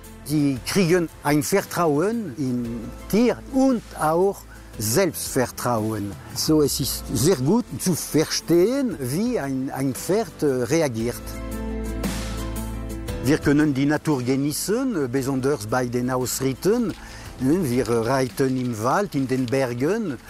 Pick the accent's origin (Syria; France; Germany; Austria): France; moved away; ich bin Franzose